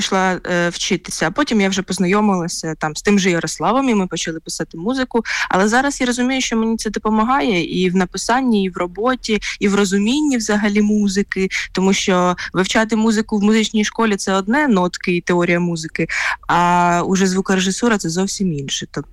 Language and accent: Ukrainian; Poltava, Poltava Oblast, Ukraine; moved away as an adult; now in Kyiv, Ukraine; Я взагалі, я з Полтави, але навчаюся зараз у Києві.